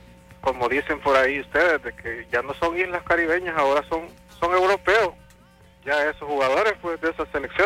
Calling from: El Salvador; yo como salvadoreño

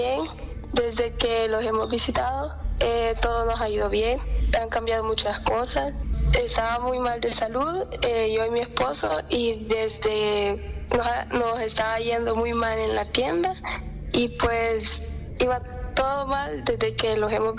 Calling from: Sonsonate, El Salvador; De Sonsonate.

